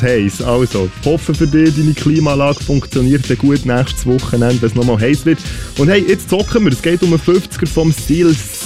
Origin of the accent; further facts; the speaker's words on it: Bern, Switzerland; Das Spiel, wo ich als Berner keine Chance habe